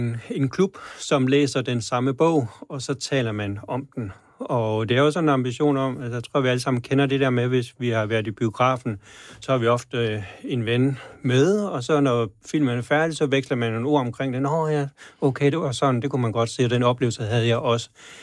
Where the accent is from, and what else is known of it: Djursland, Central Denmark Region, Denmark; born or raised there